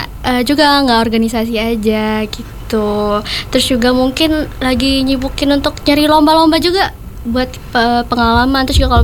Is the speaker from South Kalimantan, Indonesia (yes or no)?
no; Palembang, South Sumatra, Indonesia; Jujur pas awal kuliah itu kayak culture shock karena aku anak PP juga kan, dari Palembang